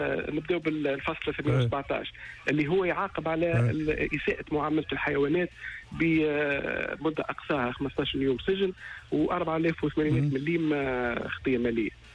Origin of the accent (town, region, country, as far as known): Tunisia